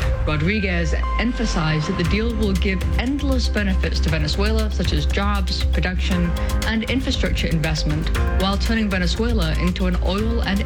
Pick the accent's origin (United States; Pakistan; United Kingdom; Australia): United Kingdom; England; moved away; I grew up in America, sorry, in England